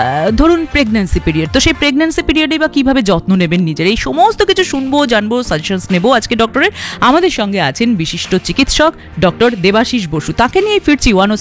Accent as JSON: {"language": "Bangla", "country": "India", "said": "Bharatvarsha India থেকে এসেছি"}